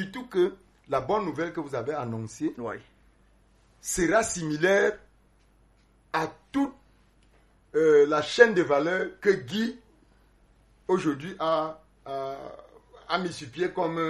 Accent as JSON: {"language": "French", "country": "Cameroon", "tie": "born or raised there", "said": "Je suis natif d'à côté de Nyanon. Moi, je suis de l'arrondissement d'Endo. Donc, à quelques pas de Nyanon"}